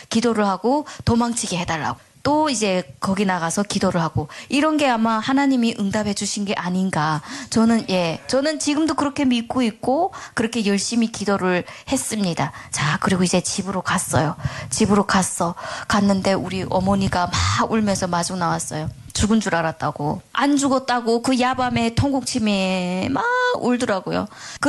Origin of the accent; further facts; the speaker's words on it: North Korea; now in South Korea; 저는 북한에서 왔잖아요.